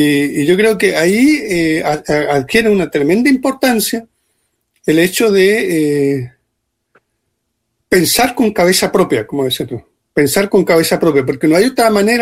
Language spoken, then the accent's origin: Spanish; Chile